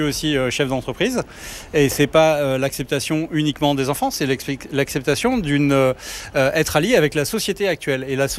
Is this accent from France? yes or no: yes; Nouvelle-Aquitaine, France; Du Périgord, de Dordogne, Ponin.